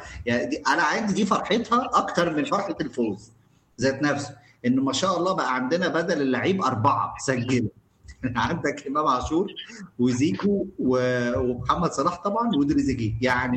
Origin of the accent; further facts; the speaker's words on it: Egypt; انا شخصيا كمصري